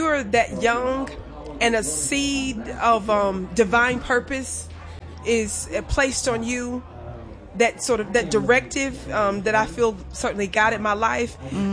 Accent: Mississippi, United States; I'll say I was born and raised in Mississippi.

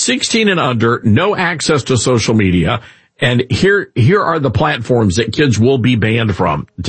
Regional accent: United Kingdom; I am British.

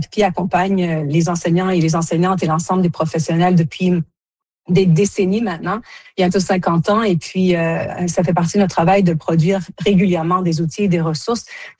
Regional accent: Quebec, Canada; born there; si je suis née au Canada, née au Québec, c'est grâce à l'immersion française, parce que ma maman faisait partie des pionnières de l'immersion française et mon papa est venu la rejoindre au Canada.

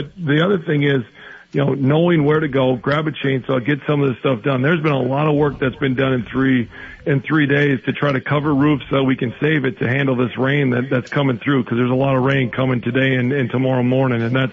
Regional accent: Appleton, Wisconsin, United States; I love being from Wisconsin. I love being, you know, growing up in Appleton. I love being a part of this community.

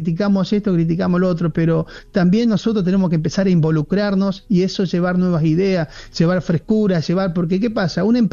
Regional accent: Argentina; te das cuenta que soy argentino?

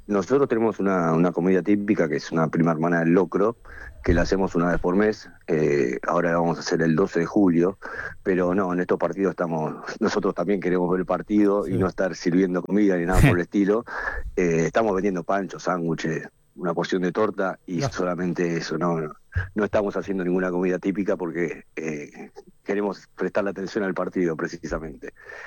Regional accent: Argentina; Nosotros somos argentinos, pero también nos sentimos caboverdianos.

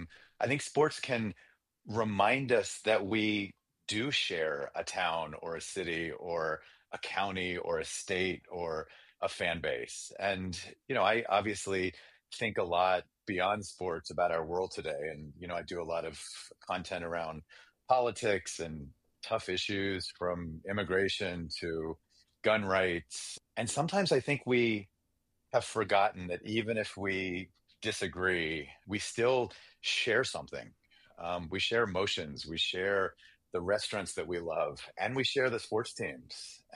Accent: Pittsburgh, Pennsylvania, United States; I moved to Pittsburgh when I was 5 years old and, spent most of my childhood living with my mom, just the two of us.

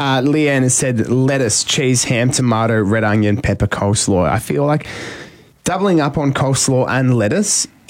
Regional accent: Victoria, Australia; growing up in Victoria.

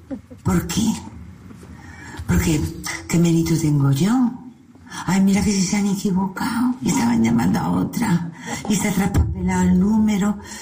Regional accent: Málaga, Andalusia, Spain; Mi madre tuvo el honor y el gusto de parirme en Málaga. Bueno, a mí y a mis hermanos. Y siempre mi tierra

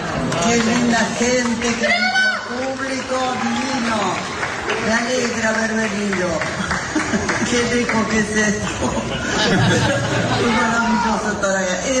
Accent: Santa Fe, Argentina; yo soy de Villa Italia.

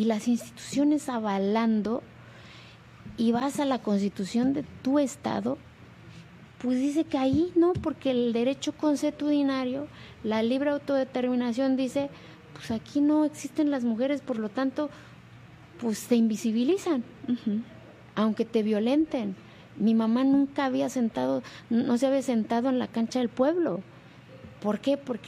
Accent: Santa María Quiegolani, Oaxaca, Mexico; O sea, hace 18 años mi pueblo no venía en el mapa de este país. No existía Santa María Kiegolani.

